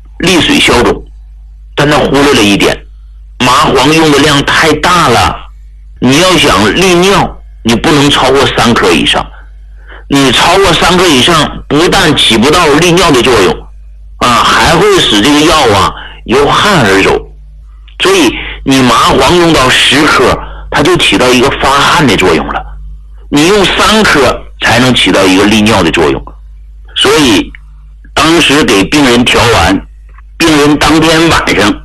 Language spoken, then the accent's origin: Chinese; Hegang, Heilongjiang, China; 我说我老家是黑龙江的啊，黑龙江鹤岗那么个小地方